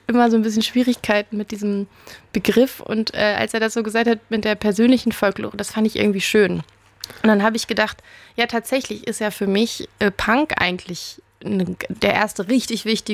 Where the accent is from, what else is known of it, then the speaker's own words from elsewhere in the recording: Oerlinghausen, North Rhine-Westphalia, Germany; Ich bin in Lippe in Oerlinghausen groß geworden.